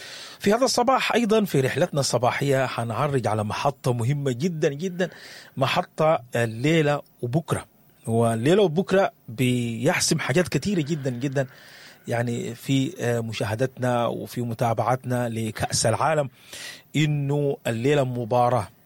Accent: Sudan

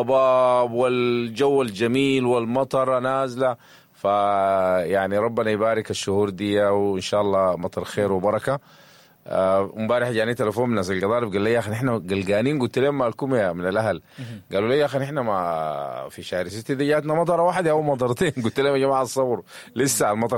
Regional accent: Sudan

